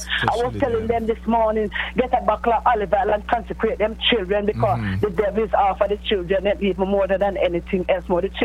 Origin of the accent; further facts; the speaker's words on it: Kingston, Jamaica; I born and grew up Towile.